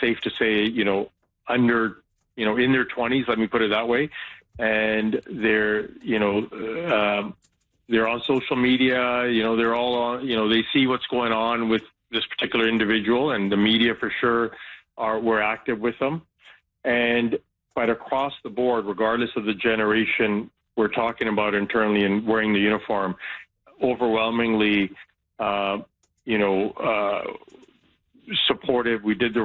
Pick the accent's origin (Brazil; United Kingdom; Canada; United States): Canada; Vancouver, British Columbia; I grew up in Vancouver, served Vancouver, and it's the best city in the world, great police department.